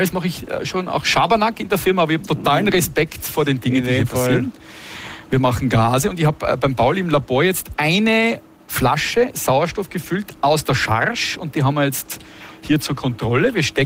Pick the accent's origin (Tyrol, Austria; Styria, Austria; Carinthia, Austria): Tyrol, Austria; Inzing; Inzing grüßt Holland Tirol und beide sind wir jetzt hier in Schwechat gelandet.